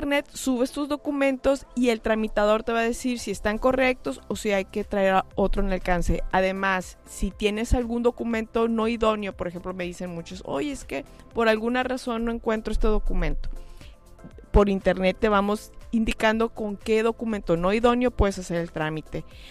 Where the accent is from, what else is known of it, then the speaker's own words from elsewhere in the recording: Nuevo León, Mexico; los que somos de Nuevo León.